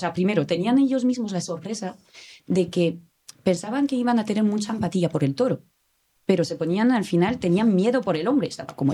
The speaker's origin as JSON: {"language": "Spanish", "town": "Nîmes", "region": "Occitania", "country": "France", "also_born_or_lived": "Paris", "second_language": "Spanish", "said": "Bueno, soy de Nimes, pero bueno, llegando a estudiar, la carrera, tal, he pasado 12 años en París."}